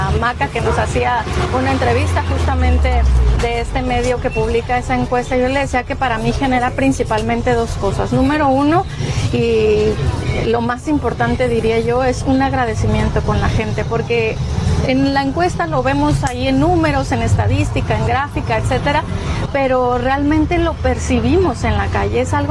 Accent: Mexico; somos seres humanos, somos mexicanos

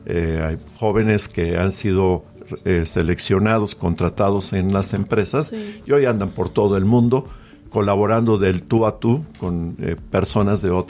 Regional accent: Mexico; El 98% somos, ay, canijo, mexicanos.

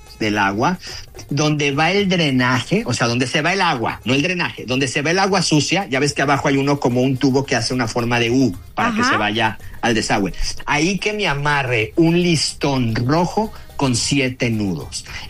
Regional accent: Jalisco, Mexico; esto lo hacían en mi pueblo, yo soy de Jalisco.

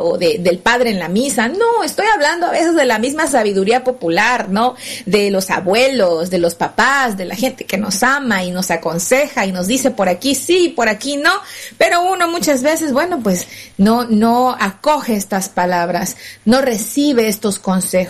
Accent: Minatitlán, Veracruz, Mexico; moved away; yo soy originaria de Veracruz, y en Veracruz, ¿verdad? Para quienes han estado por allí, bueno, no es exactamente el puerto, sino Minatitlán, Veracruz. Estamos más o menos cerca de Chiapas, allí nací.

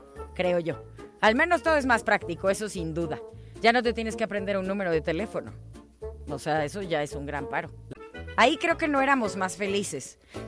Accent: Guadalajara, Jalisco, Mexico; además de mi tierra, Guadalajara, Jalisco.

